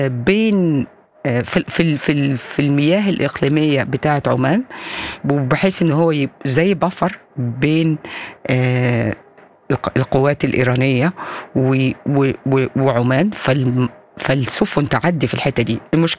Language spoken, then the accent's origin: Arabic; Egypt; وعندنا في مصر كنا يقول لك لو البنزين غلي كل حاجة بتغلى.